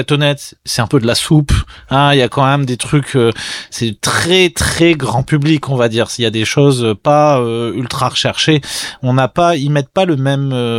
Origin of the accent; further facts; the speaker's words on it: France; Et puis aussi, nous, en tant que Français, ce qu'on appelle